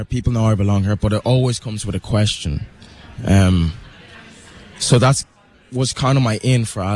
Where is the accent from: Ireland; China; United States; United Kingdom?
Ireland; Dublin, Leinster; so there was a place that I could come from, you know, being a black Irish man and growing up in Dublin.